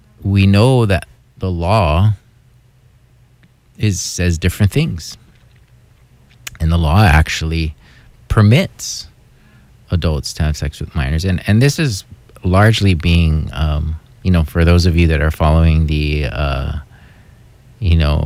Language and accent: English; Hawaii, United States; And as a Hawaiian person, I'm not ashamed of that reality. It's something that my ancestors practiced.